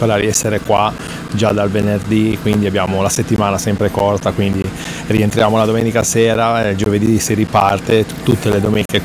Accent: Chiavari, Liguria, Italy; Ma diciamo che ci fa sempre piacere, perché io sono di Chiavari, quindi giochiamo in casa

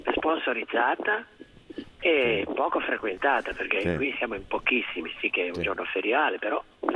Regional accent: Genoa, Liguria, Italy; born there; now in Sestri Ponente, Genoa, Italy; Io sono nato a Marassi, poi sono trasferito per motivi di cuore, eccetera.

